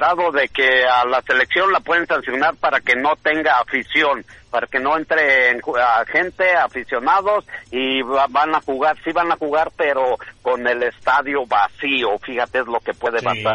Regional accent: Mexico; Soy mexicano y le voy a Brasil.

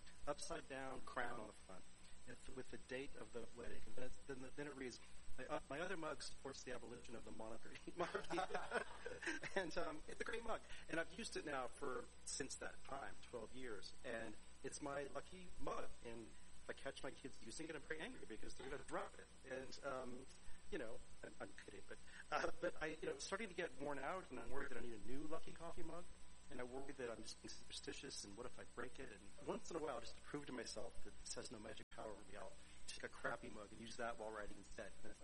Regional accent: Florida, United States; I think that's from growing up in Florida where, we were a middle-class family.

